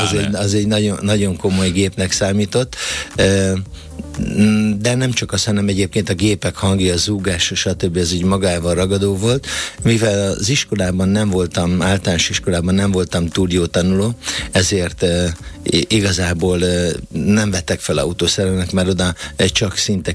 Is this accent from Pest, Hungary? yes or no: yes; Jászkarajenő, Pest, Hungary; born there; ez nagyon vidék arra, ahol én születtem, ugye én Jászkari Jenőn születtem, és ott a környékben lévő falvakban dolgozott